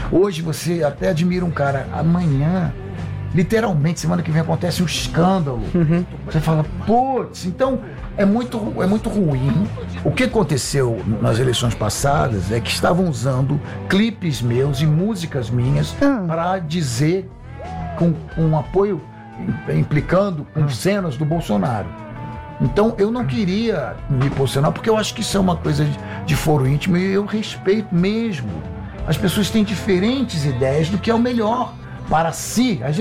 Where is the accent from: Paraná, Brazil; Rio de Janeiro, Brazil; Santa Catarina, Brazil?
Rio de Janeiro, Brazil; Eu sou carioca, eu sou carioca.